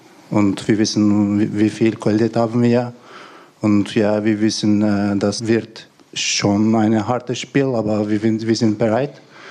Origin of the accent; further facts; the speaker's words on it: Istanbul, Turkey; moved away; Ich bin in Türkei geboren, in Istanbul aufgewachsen